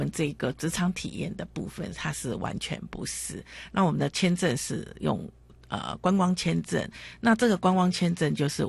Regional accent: Taiwan; 像我们台湾人的话，就很直接的就跟你，诶，就是这样，对不起，就是不可以的。

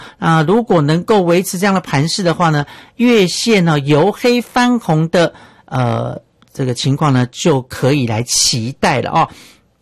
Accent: Miaoli County, Taiwan; 还有我的家乡苗栗，也欢迎大家来这个苗栗呢来玩玩哈，山城有很多好山好水哈

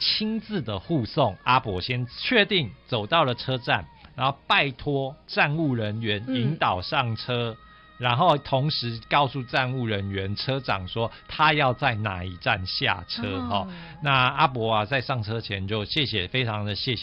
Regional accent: Taipei, Taiwan; 我们台北人可能、那是多远

